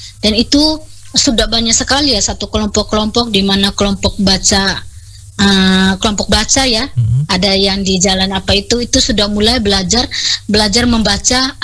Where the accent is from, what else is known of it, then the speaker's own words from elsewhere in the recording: Ende, East Nusa Tenggara, Indonesia; kita orang Ende itu kita sudah daerah otonom toh